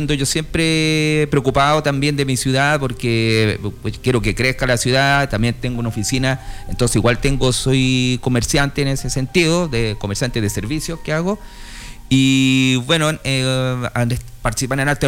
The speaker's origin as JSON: {"language": "Spanish", "town": "San Felipe", "region": "Valparaíso", "country": "Chile", "tie": "born there", "also_born_or_lived": "Panquehue", "said": "Nací en Panquehue."}